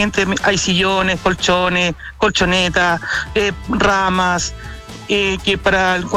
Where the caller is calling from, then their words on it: Valparaíso, Chile; nosotros como porteños sabemos el peligro y las penas que hemos pasado por las quemas de casa